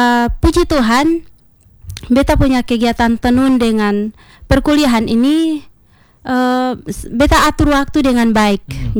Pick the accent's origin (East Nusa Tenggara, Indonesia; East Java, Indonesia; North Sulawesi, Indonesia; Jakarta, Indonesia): East Nusa Tenggara, Indonesia; Kalau kita orang TTS atau orang Timur, kita lebih senang pakai pakaian adat yang warnanya merah terang atau warna kuning terang seperti itu.